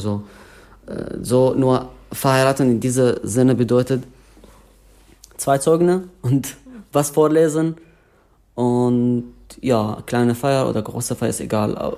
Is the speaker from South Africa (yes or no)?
no; Syria; German is a second language; now in Germany; dann gehen wir nach Syrien und meine Heimat sehen